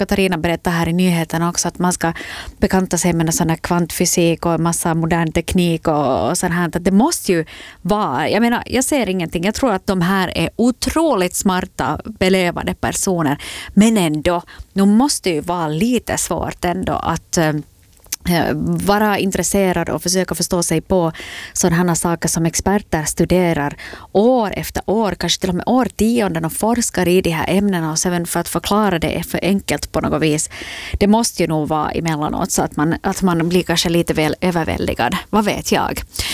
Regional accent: Vaasa, Ostrobothnia, Finland; Här i min hemstad Vasa så var det faktiskt i morse där jag kuskade runt här i stan.

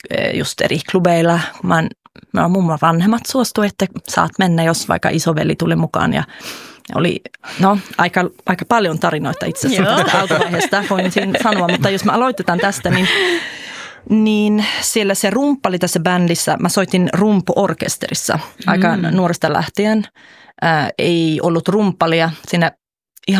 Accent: Gothenburg, Västra Götaland, Sweden; kun tämä bändi on Göteborgista, missä mä oon kotoisin.

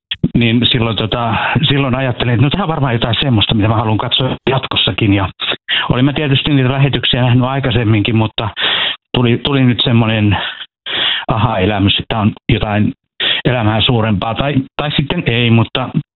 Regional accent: Turku, Southwest Finland, Finland; born there; moved away as an adult; also born or lived in Laukaa; now in Helsinki, Finland; Turkuun vei tie, ja sitten olin aika pitkään turkulainen, ja sitten nyt olin helsinkiläinen.

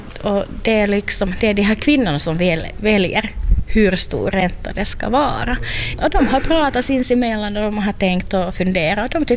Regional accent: Finland; det blev lite sådär högkurs av olika saker som vi finländare ville sen köpa från henne.

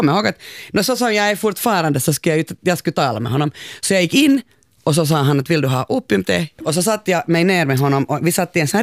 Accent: Uusimaa, Finland; accent: Nyland dialect; Ja, jag talar ju nyländska, men det gör vi ju alla.

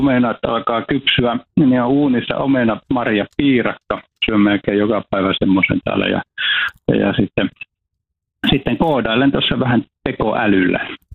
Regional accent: Iisalmi, North Savo, Finland; mä oon syntynyt siellä Iisalmen Peltosalmella ja mä oon ihan vauvana asunut samassa talossa

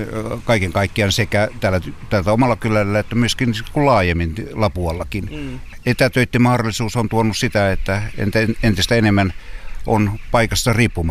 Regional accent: Tiistenjoki, South Ostrobothnia, Finland; moved away; mä olen syntynyt Tiistejoella ja lapsuuteni viettänyt täällä Tiistejoella, mutta sitten lähtenyt täältä kylältä pois, mutta että tämä on se mun oma sielumaisema, niin tämä on se rakkain paikka, mitä olen kokenut.

